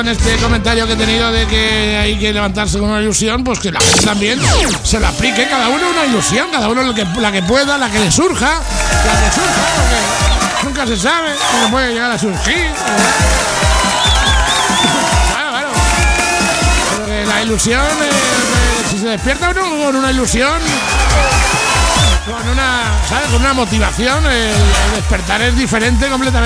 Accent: Motilla del Palancar, Castilla-La Mancha, Spain; Motilla del Palancar, Cuenca, mi pueblo natal

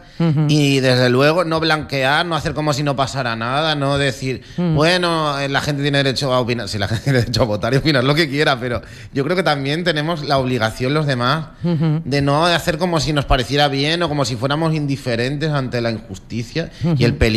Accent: Tenerife, Canary Islands, Spain; moved away as an adult; also born or lived in Vigo; now in Lanzarote, Spain; yo me he criado en Tenerife y he vivido aquí, ya llevo 8 años aquí, pues si te lo piensas, en realidad el léxico que yo utilizo siempre es ese, las construcciones morfosintácticas también. Uh-huh. Lo que no tengo tan claro es el acento

